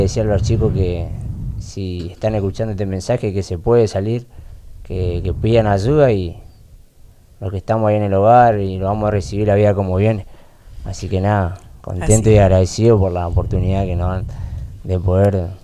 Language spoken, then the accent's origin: Spanish; Reconquista, Santa Fe, Argentina; Soy acá de Reconquista, de Barrio Virgen de Guadalupe.